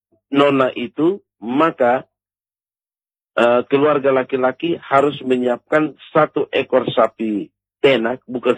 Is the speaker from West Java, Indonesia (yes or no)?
no; Amarasi Timur, East Nusa Tenggara, Indonesia; Sedangkan yang namanya kami orang Timur Amarasi itu memiliki marga.